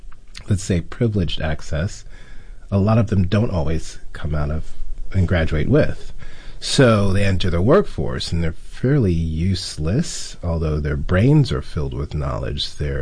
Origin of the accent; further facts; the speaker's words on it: New York City, New York, United States; I grew up in New York City, you know, Flushing, Queens, loved hip hop, loved